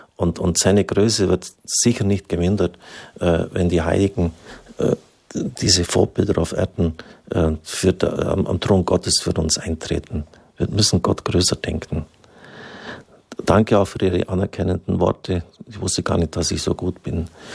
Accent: Wimmertshofen, Germany; zumal die Kirche relativ klein ist, wo ich herkomme, in Wimmertshofen.

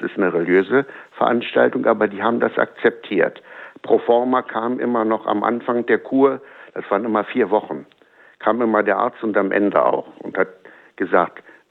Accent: Herzfelde, Brandenburg, Germany; Also wir hatten bei uns in Herzfelde, wir hatten einen ganz guten Priester, der hat mich immer erinnert an den Pfarrer von Ars, ganz arm, ganz demütig, ganz fromm.

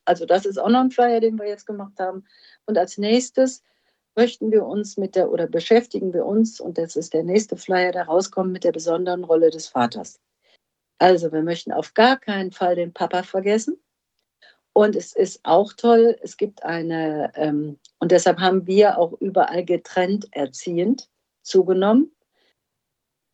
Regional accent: North Rhine-Westphalia, Germany; ich komme aus NRW

